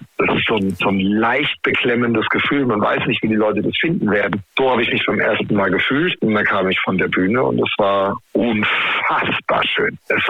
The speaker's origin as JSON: {"language": "German", "town": "Heidelberg", "region": "Baden-Württemberg", "country": "Germany", "tie": "born or raised there", "said": "weil ich natürlich als Heidelberger, Baujahr 85, mit … aufgewachsen bin. Ne? Also hier im Rhein-Neckar-Delta, das war schon so die Musik, die viel geprägt hat."}